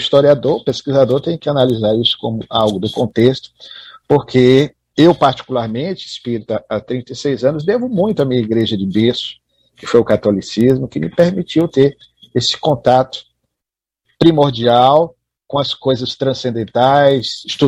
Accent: Northeast Region, Brazil; now in Ceará, Brazil; Você que, como eu, é nordestino

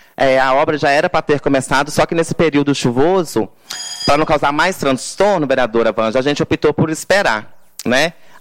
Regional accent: Brazil; Mas eu sou nascido e criado em Silvestre há mais de 32 anos. Fiz 33, né? Então tem 32 anos que eu moro em Silvestre.

